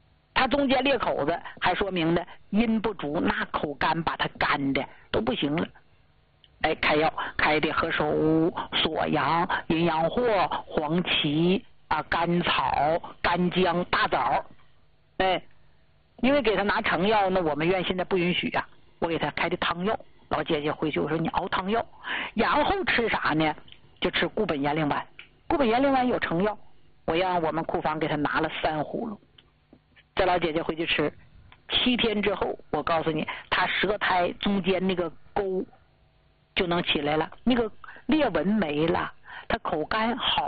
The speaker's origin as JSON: {"language": "Chinese", "region": "Jilin", "country": "China", "said": "那么在咱们家乡，就咱们吉林老家这块儿"}